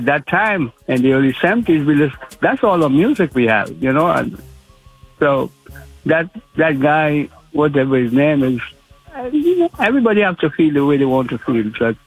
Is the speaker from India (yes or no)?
no; Trinidad & Tobago; You know, I'm Trinidadian, so that part of the country.